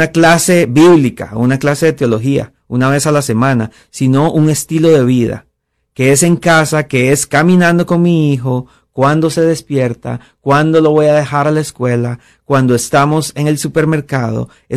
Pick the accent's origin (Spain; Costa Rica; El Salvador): Costa Rica; moved away; mi país de origen, que es Costa Rica.